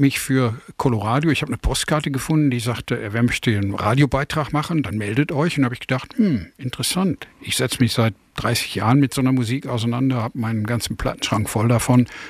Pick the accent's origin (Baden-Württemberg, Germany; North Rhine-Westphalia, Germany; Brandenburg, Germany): North Rhine-Westphalia, Germany; ich bin im Ruhrgebiet groß geworden